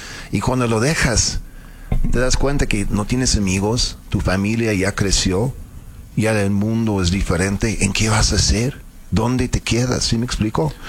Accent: Mexico City, Mexico; accent: foreign-sounding; Soy chilango con acento, pues yo qué hago, ¿no?

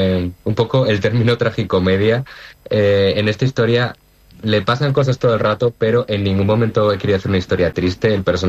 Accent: Ponferrada, Castile and León, Spain; moved away as an adult; now in Madrid, Spain; yo soy nativo de Ponferrada y nací allí. Y he vivido toda mi vida ahí prácticamente hasta que, bueno, me he tenido que ir a estudiar fuera. Y ahora mismo resido en Madrid un poco por eso. Acabé los estudios aquí en Madrid y aquí me he quedado de momento donde encuentro trabajo, digamos.

